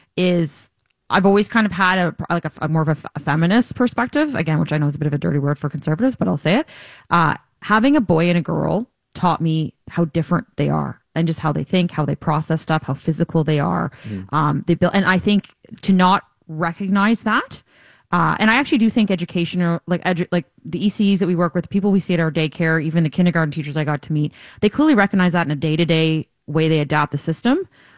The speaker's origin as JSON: {"language": "English", "town": "Amherstburg", "region": "Ontario", "country": "Canada", "tie": "born or raised there", "said": "because of where I grew up in Amherstburg and all those things."}